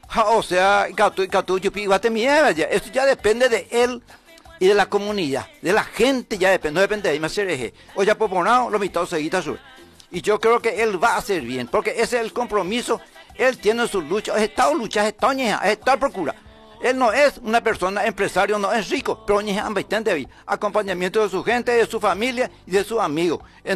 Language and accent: Spanish; Paraguay; como ciudadano paraguayo, como paraguayo y como correligionario del Partido Colorado